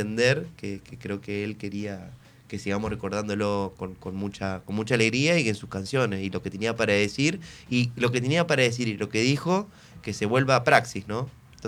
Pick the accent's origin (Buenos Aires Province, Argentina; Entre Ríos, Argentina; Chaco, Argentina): Entre Ríos, Argentina; Paraná; También eso tiene que ver con nuestra construcción como paranaense.